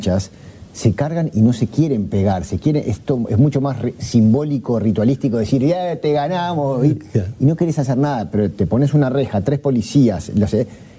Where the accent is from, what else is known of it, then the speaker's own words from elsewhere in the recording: Montevideo, Uruguay; hasta el día de hoy yo sigo viviendo en la misma cuadra donde me crié, en Punta Carretas